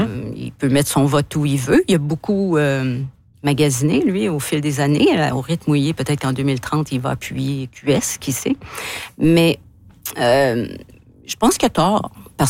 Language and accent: French; Lévis, Quebec, Canada; Je suis de la Chaudière, puis même Lévis